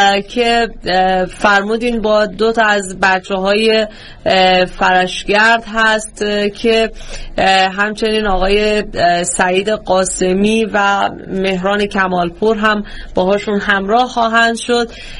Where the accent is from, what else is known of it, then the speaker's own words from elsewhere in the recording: Iran; من که در ایران بعد از انقلاب بزرگ شدم.